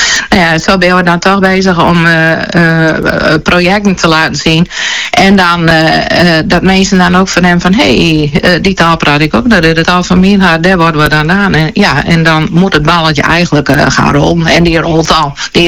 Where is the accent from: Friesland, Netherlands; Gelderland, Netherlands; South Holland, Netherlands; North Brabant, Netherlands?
Friesland, Netherlands; Gerkesklooster-Stroobos; ik kom zelf uit Gerkensklooster Stroobossen